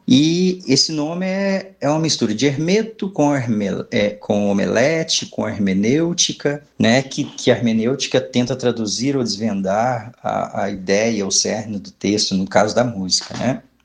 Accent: Itaúna, Minas Gerais, Brazil; now in Belo Horizonte, Brazil; Sou natural de Itaúna, aqui pertinho, uma hora e meia de distância, formado pela Universidade do Estado de Minas Gerais, nossa querida UEMG.

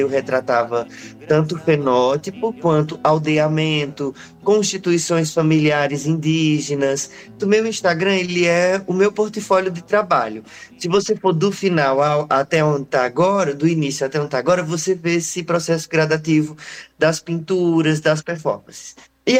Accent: Ceará, Brazil; born there; eu sou paiacus de Morada Nova, que é a minha verdadeira ancestralidade indígena. Só que eu sou cariri porque eu nasci aqui na região do Cariri.

